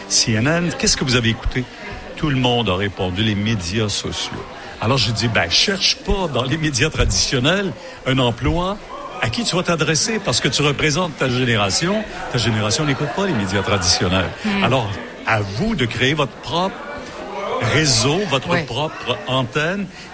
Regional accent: Quebec, Canada; moved away; Je viens des Bois-Francs. Je viens du centre du Québec.

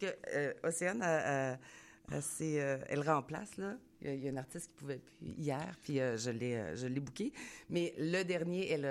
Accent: Quebec City, Quebec, Canada; now in Montreal, Canada; Je viens de Québec. Moi, ça fait 25 ans que je suis à Montréal.

